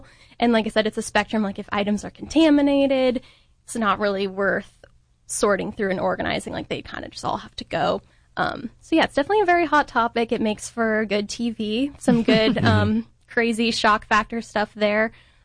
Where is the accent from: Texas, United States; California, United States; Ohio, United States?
Ohio, United States; Cincinnati; So I grew up in Cincinnati. So my family is there.